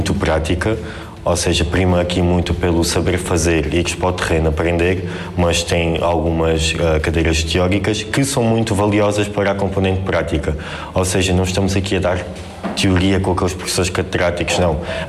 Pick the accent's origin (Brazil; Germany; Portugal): Portugal; Alentejo; tenho 20 anos, sou natural de Bringel, perto de Beja